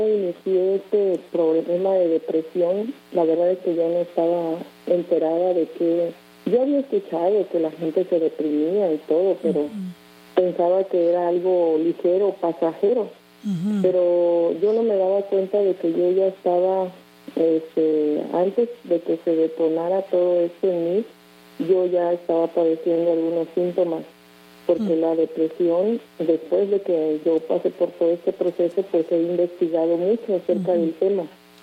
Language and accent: Spanish; Mexico; tengo 38 años, soy de México. Sí, yo crecí con una infancia pues de una familia de clase media